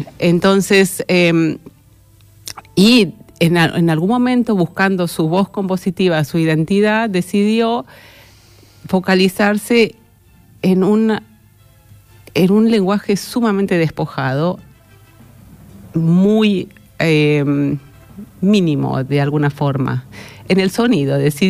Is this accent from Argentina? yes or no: yes; La Plata, Buenos Aires Province, Argentina; moved away; 20 años, 21 años, luego de terminar el conservatorio, en La Plata, yo soy de La Plata